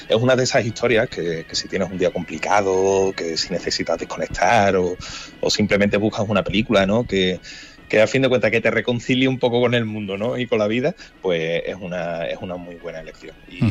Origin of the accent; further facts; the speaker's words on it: Andalusia, Spain; nosotros somos andaluces